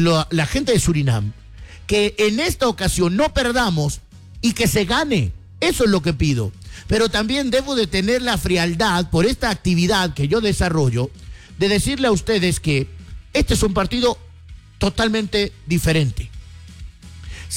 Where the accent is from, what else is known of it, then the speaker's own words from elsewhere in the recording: Guatemala; Yo, como un guatemalteco